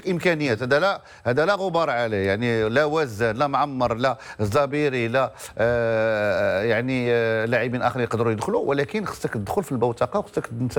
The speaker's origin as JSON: {"language": "Arabic", "country": "Morocco", "said": "حنا مغاربه"}